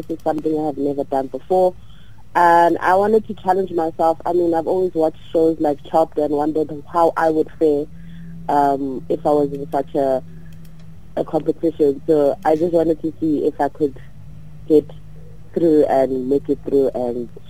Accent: Pretoria, Gauteng, South Africa; moved away as an adult; now in Johannesburg, South Africa; I'm 31 years old. I'm from Pretoria, but I currently reside in Johannesburg.

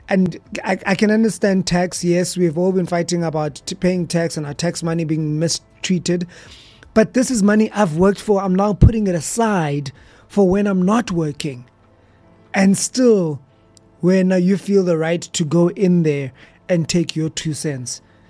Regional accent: South Africa

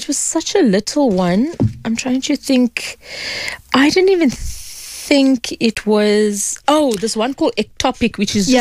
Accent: South Africa; The common theme just maybe being a Muslim Indian woman growing up in South Africa

